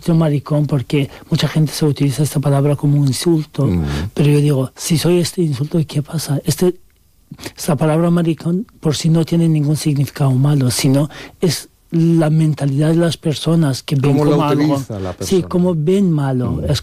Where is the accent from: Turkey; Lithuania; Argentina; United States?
Turkey; now in Spain; da igual que seas también turco, porque digo, soy turco y yo podía pasar más fácil que otros muchos